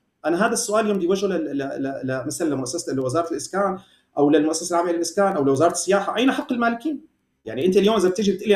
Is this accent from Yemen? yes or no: no; Syria; نحن كسوريين